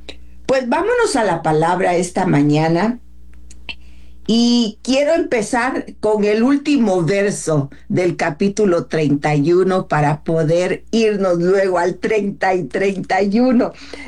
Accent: Guatemala; now in Mexico; hablando como guatemalteca

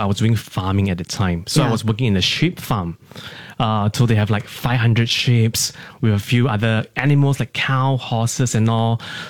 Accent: Singapore; knowing that I'm Singaporean

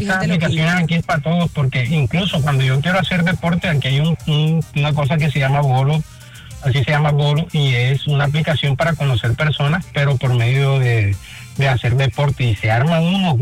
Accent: Barranquilla, Atlántico, Colombia; Es como una vez allá cuando estaba en Barranquilla, yo soy de Barranquilla

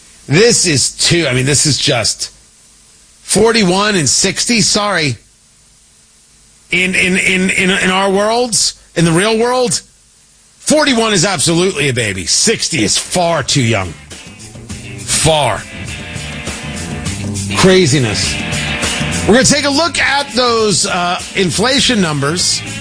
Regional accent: New Jersey, United States; I grew up in Jersey, right? New Jersey Devils.

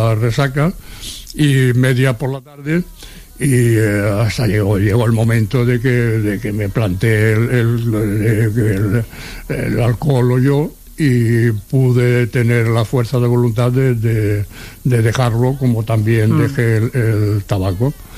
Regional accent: Seville, Andalusia, Spain; now in Barcelona, Spain; pero cuando vinimos de Sevilla

